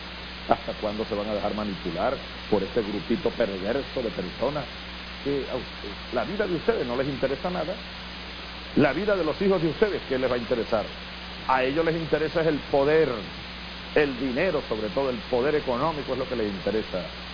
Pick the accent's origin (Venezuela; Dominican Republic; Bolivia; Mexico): Venezuela